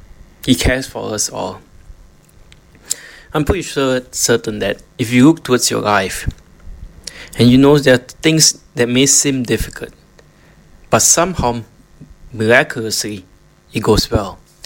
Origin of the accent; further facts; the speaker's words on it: Malacca, Malaysia; moved away as an adult; also born or lived in Kuala Lumpur, Malaysia; now in Singapore; I would not be working in Singapore. I was originally from Malacca.